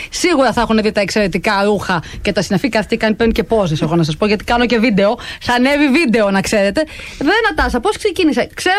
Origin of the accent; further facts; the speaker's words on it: Pyrgos, Western Greece, Greece; την τιμάμε την καταγωγή μας, την πυριώτικη.